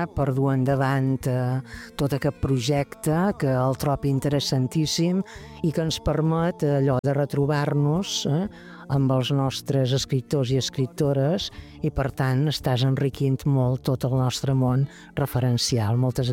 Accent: Menorca, Balearic Islands, Spain; som la gent de Menorca

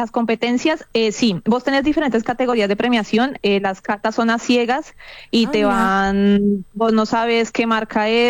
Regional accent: Colombia; now in Argentina; yo soy de Colombia

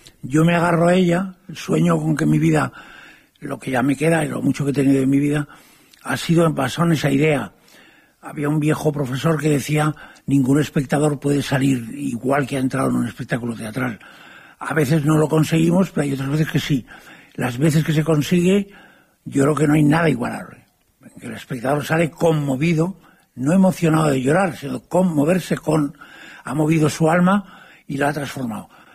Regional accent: Castile, Spain; Yo soy castellano

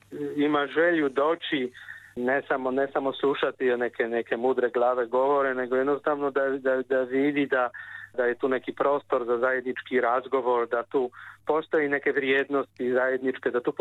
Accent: Kraków, Lesser Poland, Poland; mi smo obojica iz Krakova i znamo se iz nekih tako reći ne nužno profesionalnih sredina

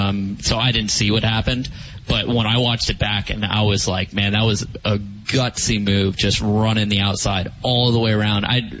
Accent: Florida, United States; I'm a South Florida guy, so I'm used to the heat.

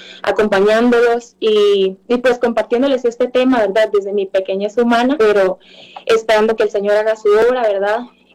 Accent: Costa Rica; tengo 22 años, soy de Costa Rica

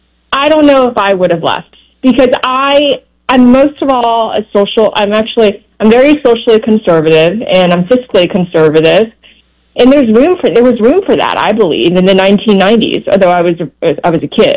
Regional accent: Sheffield, Yorkshire and the Humber, United Kingdom; now in United States; to the United States, yeah. Sheffield, England.

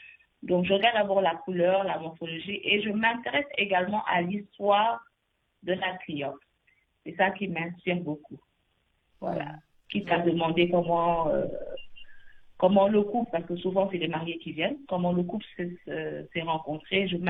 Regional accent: Senegal; born there; Voilà, de parents nigérians, je suis née au Sénégal.

